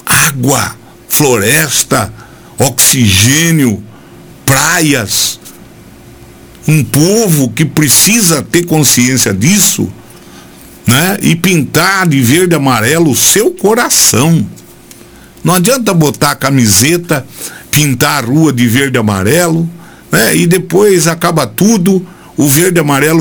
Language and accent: Portuguese; Brazil; Eu, como brasileiro, fico orgulhoso disso.